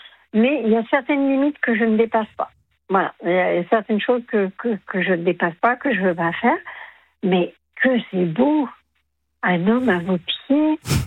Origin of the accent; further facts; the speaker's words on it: France; also born or lived in Germany; je suis une Française, mais j'ai habité très longtemps en Allemagne.